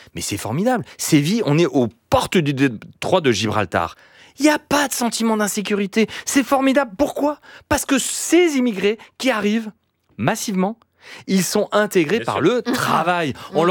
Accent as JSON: {"language": "French", "country": "France", "said": "Et cette honte-là, moi, en tant que Français, en tant que patron, elle me fait honte."}